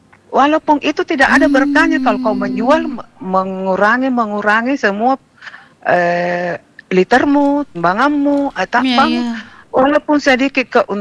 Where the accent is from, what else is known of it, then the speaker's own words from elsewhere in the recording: Makassar, South Sulawesi, Indonesia; kita orang Bugis Makassar yang mau baik, beda 500 ambil maki.